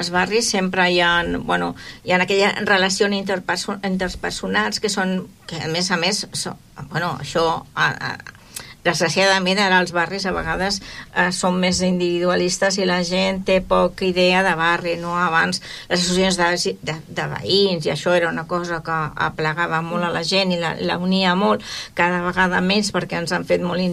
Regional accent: Barcelona, Catalonia, Spain; now in Tordera, Spain; si dic que soc barcelonina, però jo sempre dic soc d'Horta

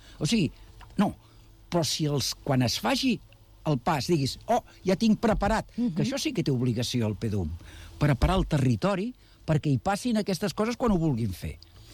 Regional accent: Badalona, Catalonia, Spain

